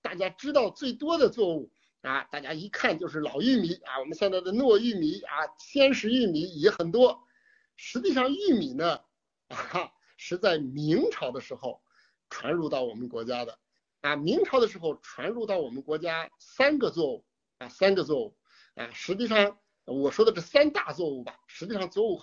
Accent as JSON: {"language": "Chinese", "country": "China", "said": "我们中国人"}